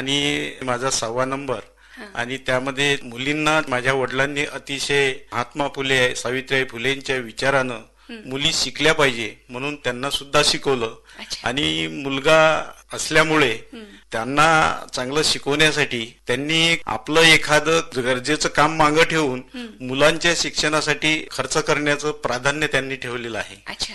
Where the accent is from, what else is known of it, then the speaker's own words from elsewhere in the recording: Sindhi Budruk, Maharashtra, India; also born or lived in Wardha; 1969 साली झालेला आहे आणि माझं बालपण आणि माझा जन्म हा सिंधी बुद्रुक तालुका अचलपूर या खेड्यामध्ये झालेला आहे